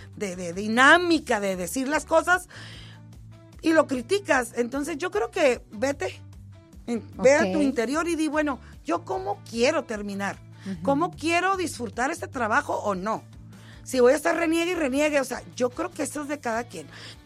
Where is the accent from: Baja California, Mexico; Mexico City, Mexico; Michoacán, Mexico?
Baja California, Mexico; Tijuana; Y yo soy de Tijuana.